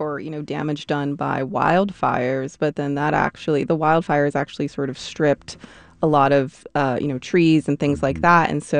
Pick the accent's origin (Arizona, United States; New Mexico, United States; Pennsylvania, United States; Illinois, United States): Pennsylvania, United States; Philadelphia; I'm from Philadelphia. I'm an East Coaster.